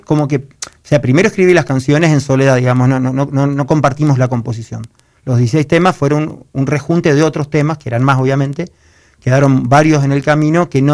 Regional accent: Rosario, Santa Fe, Argentina; Soy rosarino.

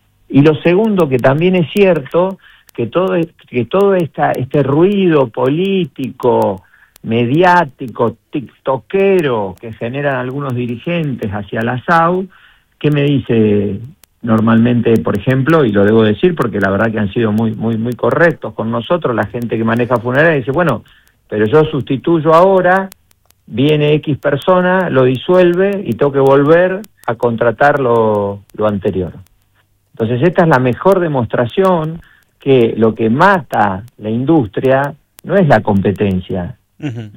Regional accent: Argentina; no dejamos de ser argentinos, somos argentinos

